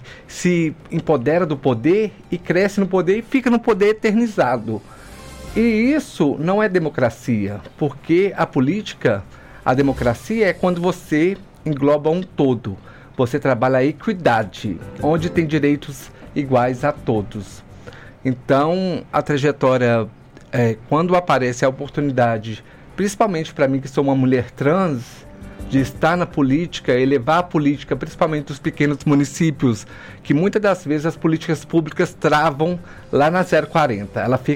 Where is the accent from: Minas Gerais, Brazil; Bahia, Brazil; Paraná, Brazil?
Minas Gerais, Brazil; Pompéu; quando a gente se descobre no interior, numa cidade tão conservadora como Pompéu, quando você está se transitando para o lado trans, e quando eu saí do … não foi fácil